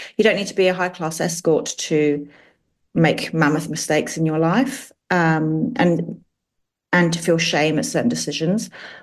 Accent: London, United Kingdom; When we were growing up in London, he lived in France.

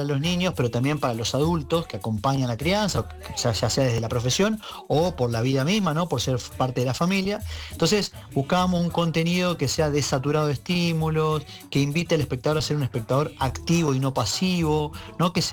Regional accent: interior, Argentina; acá yo soy del interior y cuando vengo a Buenos Aires tengo mi propio acento de mis pagos, de mis tierras.

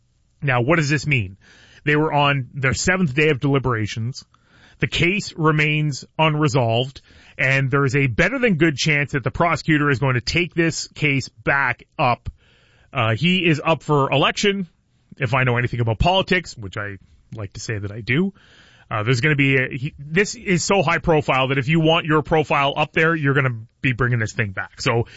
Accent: Belle River, Ontario, Canada; moved away as an adult; also born or lived in Puce, Ontario; now in Windsor, Canada; Now, I've only been home for, what are we going on, 6 years now, back here in Windsor, Essex. Of course, I grew up in Puce and Bell River, and then moved away, and, you know, the classic radio journey, you go west, young man, and I did for a decade, then came back.

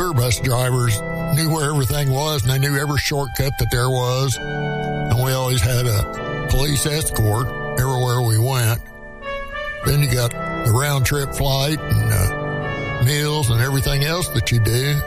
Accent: Carthage, Missouri, United States; I'm from Carthage, Missouri, and I served in the Army 68 to 70.

